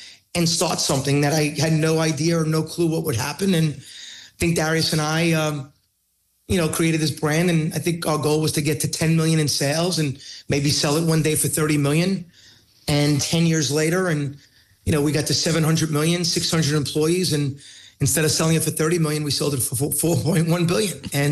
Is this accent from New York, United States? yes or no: yes; Queens, New York, United States; That's why I always say … from Queens, right?